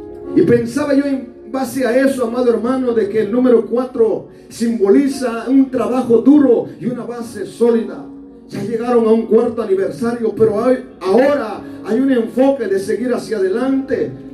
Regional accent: Guatemala; Y disculpe usted mi léxico, soy chapín al 100% de Guatemala, si voy a hablar algunas palabras que solamente allá se mencionan.

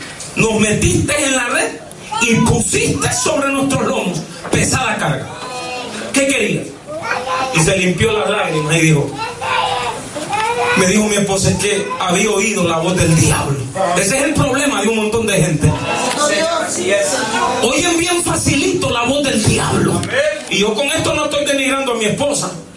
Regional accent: Honduras; moved away

